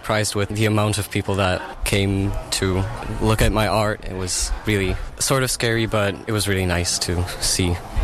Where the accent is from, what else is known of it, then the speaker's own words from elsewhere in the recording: Mykolaiv, Mykolaiv Oblast, Ukraine; moved away; with my hometown a bit more, so I took my art to Mykolaiv.